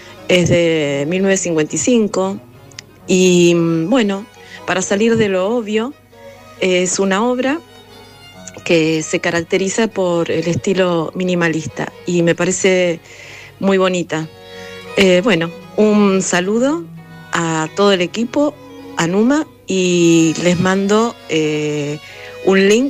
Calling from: Buenos Aires, Argentina; Hola, soy … de Parque Avellaneda

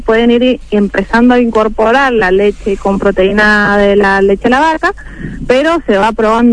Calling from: San Martín, Mendoza, Argentina; No, yo soy de acá de San Martín.

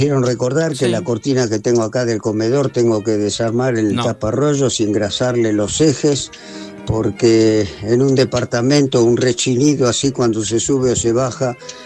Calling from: Buenos Aires, Argentina; de Montecastro.

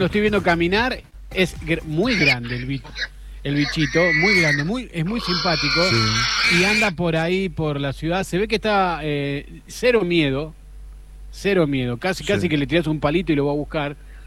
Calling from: San Martín de los Andes, Neuquén, Argentina; pues yo soy de San Martín, yo no voy a Junín.

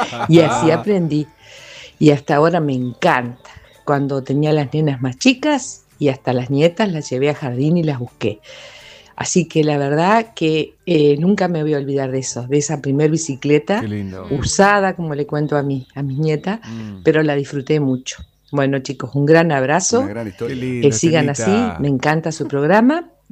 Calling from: Viale, Entre Ríos, Argentina; de Viales

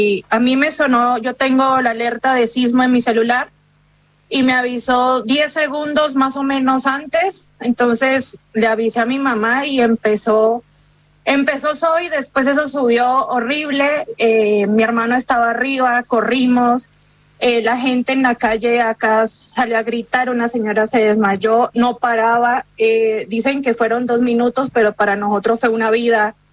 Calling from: Cali, Valle del Cauca, Colombia; Nosotros estamos casi a 15 minutos de Cali. Nosotros somos de Cali, pero vivimos como en una provincia pequeña al lado.

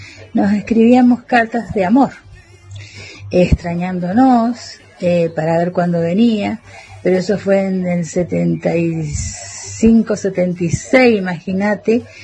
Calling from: Cuadro Benegas, Mendoza, Argentina; soy de Cuadro Venegas

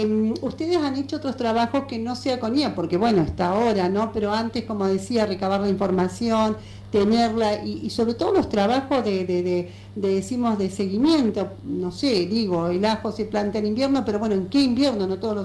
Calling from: Perito Moreno, Santa Cruz, Argentina; de Perito Moreno los saluda

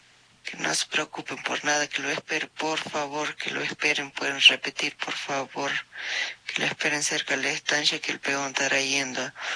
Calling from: Huáncar, Jujuy, Argentina; de Huáncar.

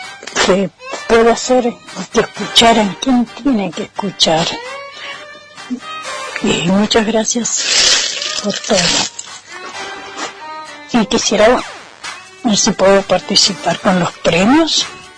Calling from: Malargüe, Mendoza, Argentina; de Malargüe y bueno, me encanta escuchar el programa

